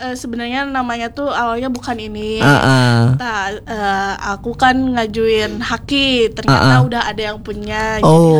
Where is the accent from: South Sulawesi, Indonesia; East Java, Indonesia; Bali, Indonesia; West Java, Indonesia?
West Java, Indonesia; Bandung; born there; aku lahir di Antapani dan jualannya juga di Antapani